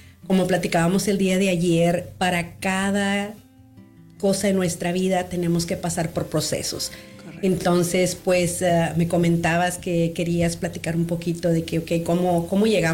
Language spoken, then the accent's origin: Spanish; Mexico; moved away as an adult; now in United States; pues yo soy abogada mexicana, llego a Estados Unidos y pues llega el momento en que decimos